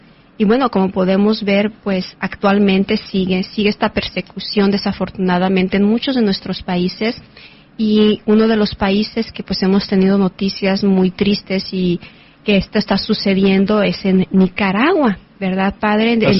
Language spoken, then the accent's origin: Spanish; Mexico; los que somos mexicanos